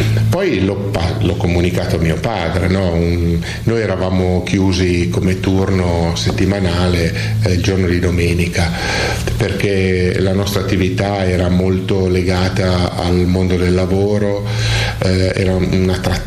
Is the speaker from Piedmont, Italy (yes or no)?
yes; Gaglianico, Piedmont, Italy; also born or lived in Trivero; now in Casale Monferrato, Italy; E sono nato lì, a 6 anni con i miei genitori ho lasciato il paese e sono sceso alla periferia di Biella, in un paese di nome Gaglianico, perché i miei genitori hanno rilevato un ristorante, una trattoria. E quindi io sono cresciuto con i miei genitori, lì